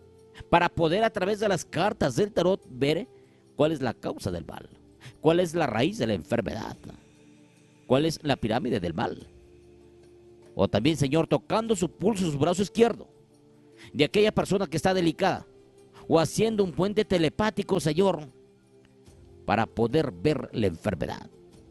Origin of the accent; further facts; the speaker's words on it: Huancabamba, Piura, Peru; que traigo desde mi pueblo bendito, Huancabamba, Salalá.